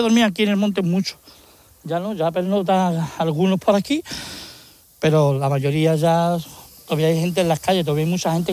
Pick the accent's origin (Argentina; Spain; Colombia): Spain; Yo soy muy español y daría mi vida por España. Pero sí, es verdad que soy de religión musulmana, no tiene nada que ver. Pero yo soy español de pura cepa, vamos, yo mato por España.